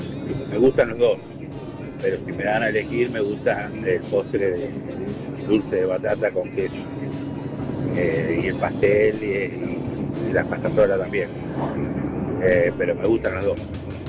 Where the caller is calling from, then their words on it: Rufino, Santa Fe, Argentina; de la ciudad de Rufino.